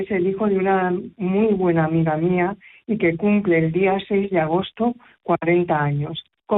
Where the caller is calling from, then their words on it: Girona, Catalonia, Spain; llamo desde Girona